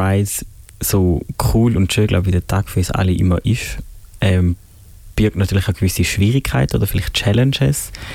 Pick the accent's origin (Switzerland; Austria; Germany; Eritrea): Switzerland; Eastern Switzerland; ich komme aus der Ostschweiz